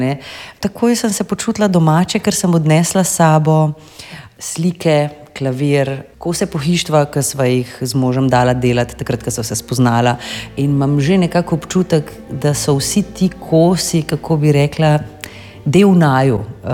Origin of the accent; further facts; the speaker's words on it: Ljubljana, Central Slovenia, Slovenia; Rodila sem se tudi v Stari Ljubljani, na Gosposki, pravzaprav od otroštva živim v starem delu mesta in sem zelo navezana na njega